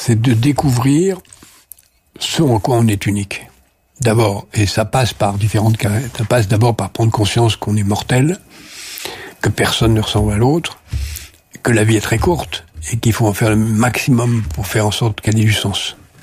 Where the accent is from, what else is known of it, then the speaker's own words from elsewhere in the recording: Algiers, Algiers Province, Algeria; born there; moved away; also born or lived in France; Non, je suis né en France. À Alger, en France.